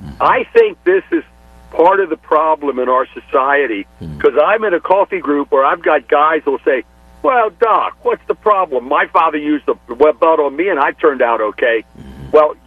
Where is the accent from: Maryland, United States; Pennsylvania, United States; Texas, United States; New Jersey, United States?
Pennsylvania, United States; York; now in Springfield, United States; I'm a man of Caucasian persuasion. I'm 75 years old. I grew up in York. York was soul, R&B.